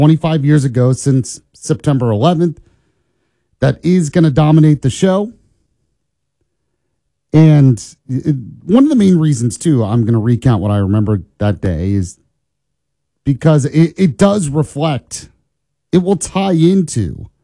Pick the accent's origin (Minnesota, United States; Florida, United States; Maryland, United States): Florida, United States; Orlando; I grew up in Orlando, Florida. I understood. I had never been to New York City in my life.